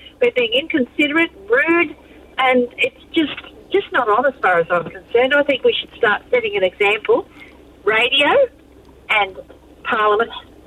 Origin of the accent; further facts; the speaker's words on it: Australia; were migrants, but I'm an Aussie first, and so should they be.